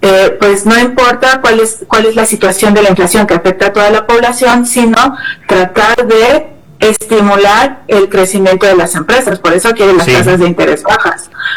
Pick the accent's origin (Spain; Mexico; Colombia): Mexico; ¿Qué nos interesa como mexicanos?